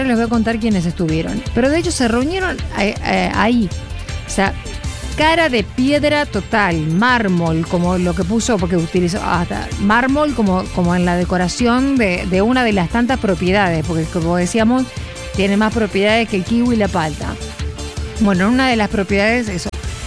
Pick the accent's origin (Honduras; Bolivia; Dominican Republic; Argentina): Argentina